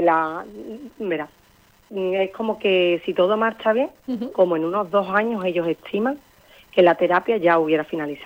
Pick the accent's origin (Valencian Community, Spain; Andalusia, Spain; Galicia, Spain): Andalusia, Spain; Tocina; Nosotros somos de Tocina, de un pueblo de Sevilla.